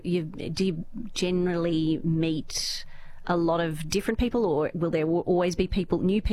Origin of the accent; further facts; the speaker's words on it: New South Wales, Australia; back in my hometown on the Nepean River, we used to get onto the Nepean Bell, which is an old paddle steamer, and go up and down the Nepean River.